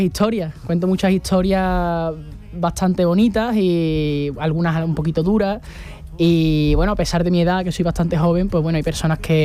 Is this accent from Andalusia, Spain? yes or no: yes; Andalusia, Spain; Andalucía por bandera, ¿no? Ay, eso es lo más bonito, sí. Claro, o sea, yo soy una persona muy de mi tierra